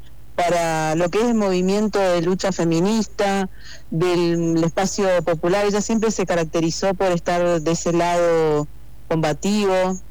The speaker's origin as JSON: {"language": "Spanish", "town": "Posadas", "region": "Misiones", "country": "Argentina", "said": "Está acá en Posadas, somos de Posadas."}